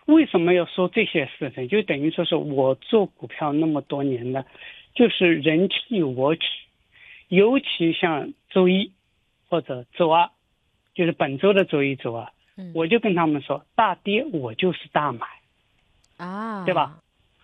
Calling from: Shanghai, China; 阿拉上海人讲

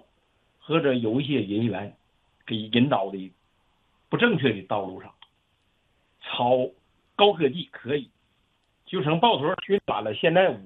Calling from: Northeast China, China; 我炒股票30多年了，而且我是东北人

